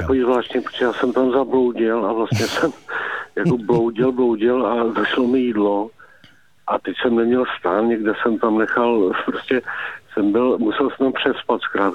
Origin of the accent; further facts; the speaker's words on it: Moravia, Czechia; my jsme původně z Moravy, jako.